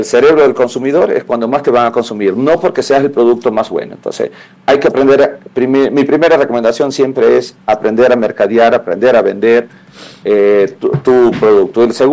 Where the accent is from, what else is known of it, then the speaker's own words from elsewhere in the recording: Manabí, Ecuador; soy manabita, vengo de padres agricultores, caficultores, cuando soy del sur de Manabí, cuando era fuerte el café. Así que vengo desde inicios, pues, sencillos y humildes, mis padres agricultores.